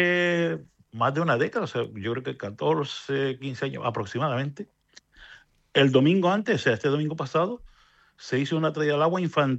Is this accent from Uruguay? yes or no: no; Lomo Magullo, Canary Islands, Spain; porque yo como nací y vivo en Lomo Magullo, conozco bien la fiesta y bueno, desde chiquillo la he disfrutado.